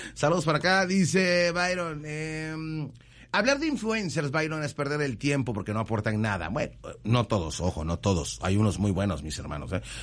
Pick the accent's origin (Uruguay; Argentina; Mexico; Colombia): Colombia; Caribbean coast; accent: costeño; yo me estoy harto que siempre nos critican los que hablamos como costeño, primo.